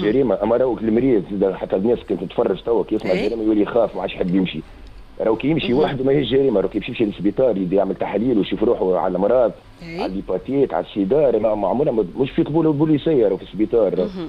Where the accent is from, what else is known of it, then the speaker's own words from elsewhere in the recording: Tunisia; نحن عندنا عقليه في تونس